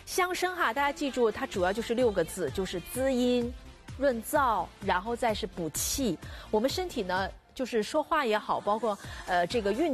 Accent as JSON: {"language": "Chinese", "region": "Jiangxi", "country": "China", "moved": "yes", "lives_now": "Shanghai, China", "said": "我最早到上海来，因为我是江西人嘛，到上海来的时候，我们老家是没有喝西洋参的习惯的。"}